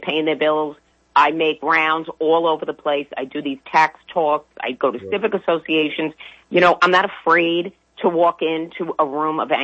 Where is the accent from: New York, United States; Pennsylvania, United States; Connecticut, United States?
New York, United States; Queens; I grew up in the city. I grew up in Middle Village, Queens. So when I moved to Nassau, I was like, what's going on here?